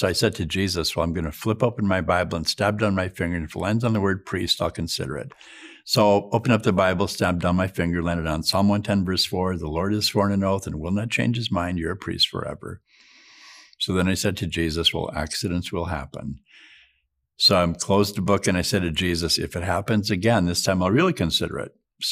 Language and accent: English; Duluth, Minnesota, United States; born or raised there